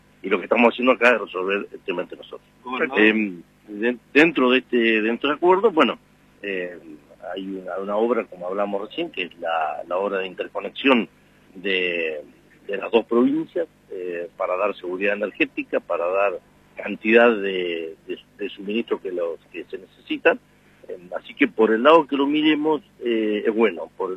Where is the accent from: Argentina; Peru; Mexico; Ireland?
Argentina; Patagonia; somos todos patagónicos, somos todos federales y todos somos hombres del interior del país